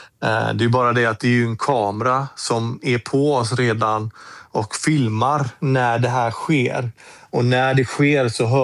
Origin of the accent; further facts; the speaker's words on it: Gothenburg, Västra Götaland County, Sweden; för mig var det ju hemmaplan gånger 2 i och med att jag kommer från Göteborg